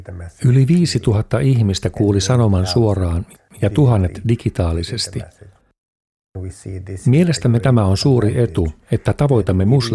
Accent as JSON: {"language": "Finnish", "country": "Egypt", "tie": "born or raised there", "also_born_or_lived": "Mauritania", "moved": "yes", "lives_now": "Spain", "said": "Olin 7 vuotta arabiankielisessä pioneerilähetystyössä Mauritaniassa. Olen kotoisin Egyptistä ja vaimoni on Irakista. Tapasimme Jordaniassa ja muutimme Mauritaniaan."}